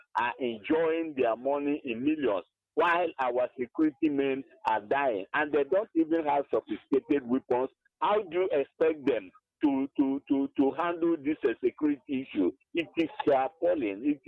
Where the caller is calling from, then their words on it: Enugu, Enugu State, Nigeria; I'm calling from Enugu.